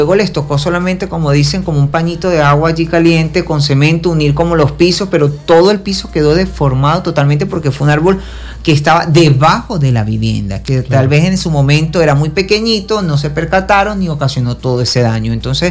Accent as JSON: {"language": "Spanish", "country": "Venezuela", "said": "Todos somos hermanos venezolanos y nos sentimos afectados"}